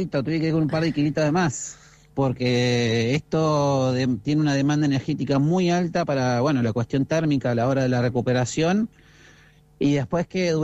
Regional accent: Puerto Madryn, Chubut, Argentina; now in Córdoba, Argentina; siempre mi corazón está con el sur, obviamente, porque fue el lugar donde nací, donde me crié. Bueno, me crié en realidad en Puerto Madryn, y siempre tengo muchos recuerdos y mucho cariño hacia la zona.

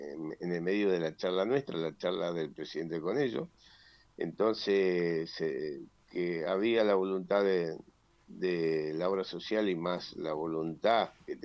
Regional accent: Río Turbio, Santa Cruz, Argentina; yo vengo de Turbio, en Turbio teníamos un problema grave, que era medicamento.

